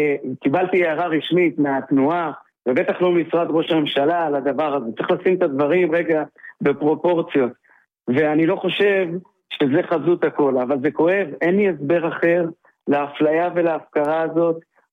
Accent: Hatzor HaGlilit, Northern District, Israel; אני קודם כל תושב חצור. אני בן חצור, אני בן הגליל.

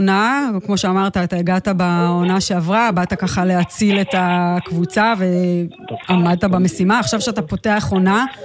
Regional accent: Galilee, Israel; אני יכולה להגיד לך שמי שגדלה כילדה בגליל בעונת הדובדבנים

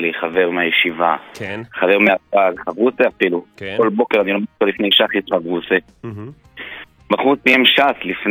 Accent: Jerusalem, Jerusalem District, Israel; אני מירושלים.

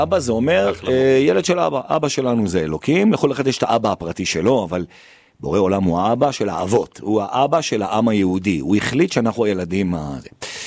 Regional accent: Jerusalem, Jerusalem District, Israel; אנחנו ירושלמים תמיד גאים

